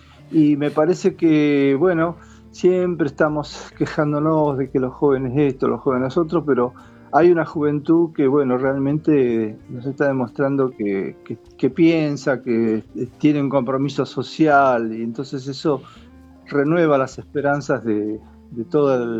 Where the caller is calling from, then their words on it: Moreno, Buenos Aires Province, Argentina; De acá, de Moreno